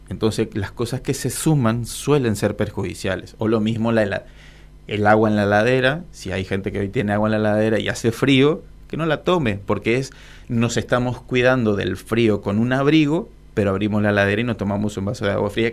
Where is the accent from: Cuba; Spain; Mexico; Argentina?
Argentina; Corrientes